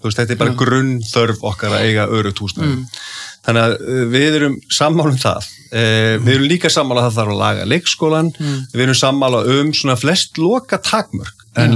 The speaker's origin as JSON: {"language": "Icelandic", "town": "Reykjavík", "region": "Capital Region", "country": "Iceland", "tie": "born or raised there", "said": "Ég er alinn upp í Breiðholtinu. Já. Í hólunum í Breiðholti og þegar að byrja með, þegar ég bara mjög lítið, þá er eiginlega enga strætósamgöngur."}